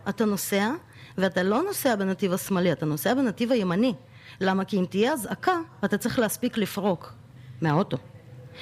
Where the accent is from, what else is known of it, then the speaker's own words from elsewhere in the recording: Turkmenistan; now in Israel; אני בכלל עליתי ב-91, אני לא נולדתי ב... מאיפה? מטורקמניסטן